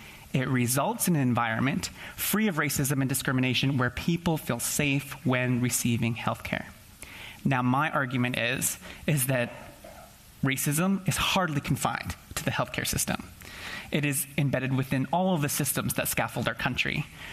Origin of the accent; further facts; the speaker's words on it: Canada; What can I do as a Canadian citizen?